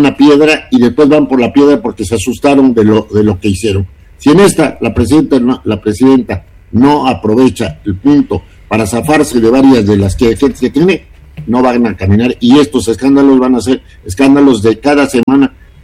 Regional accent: Mexico; a mí me da tristeza como mexicano, porque a mi edad nunca había visto lo que estoy viendo actualmente.

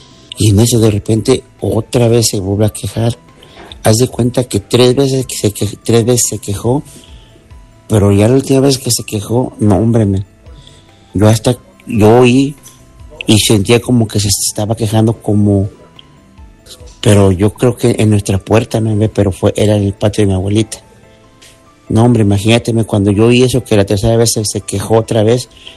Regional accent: Apizaco, Tlaxcala, Mexico; now in Arkansas, United States; Tenía yo 9 años, ya en Apizaco. Yo soy originario de Apizaco, Cerrito de Guadalupe. Entonces tenía 9 años y en ese tiempo vivíamos con mi abuelita.

